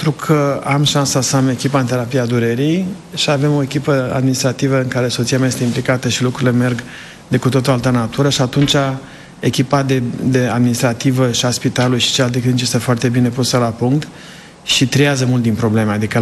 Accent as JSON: {"language": "Romanian", "region": "Sibiu County", "country": "Romania", "tie": "born or raised there", "also_born_or_lived": "United States", "moved": "as an adult", "said": "Sunt de lângă Sibiu. Am stat lângă Copșa Mică"}